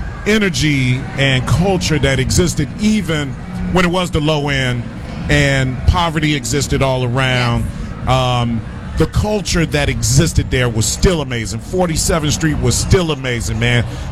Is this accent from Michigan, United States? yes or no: no; Chicago, Illinois, United States; See, I grew up on 48th and King Drive. I tell everybody all day it was low end when I grew up there.